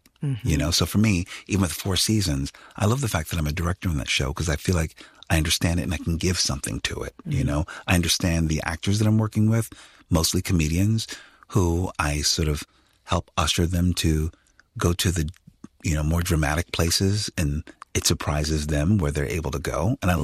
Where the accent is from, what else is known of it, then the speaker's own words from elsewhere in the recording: Philadelphia, Pennsylvania, United States; I come from a very humble place. I come from West Philadelphia, where, you know, a lot of blue collar folks. I was the first in my family to go to college.